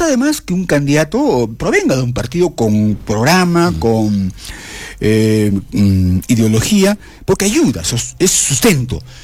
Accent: Arequipa, Peru; nosotros como arequipeños de hoy

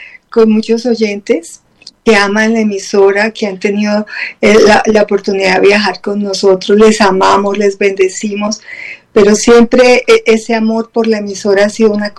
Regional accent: Armenia, Quindío, Colombia; yo vengo de Armenia

